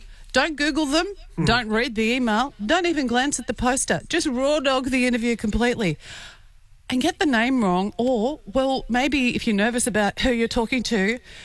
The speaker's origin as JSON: {"language": "English", "town": "Toowoomba", "region": "Queensland", "country": "Australia", "tie": "born or raised there", "said": "This is Toowoomba. This is my hometown"}